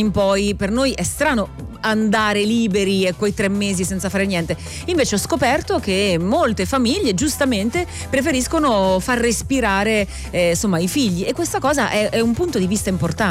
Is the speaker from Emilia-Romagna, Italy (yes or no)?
yes; Emilia-Romagna, Italy; Io sono romagnola